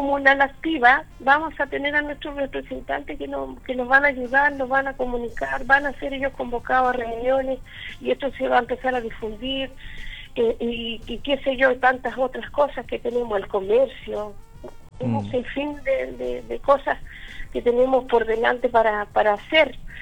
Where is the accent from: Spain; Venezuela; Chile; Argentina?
Chile; now in Puerto Aysén, Chile; todos somos chilenos